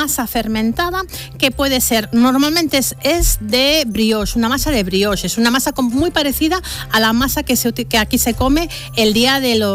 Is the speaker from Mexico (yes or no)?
no; Catalonia, Spain; Yo soy catalán.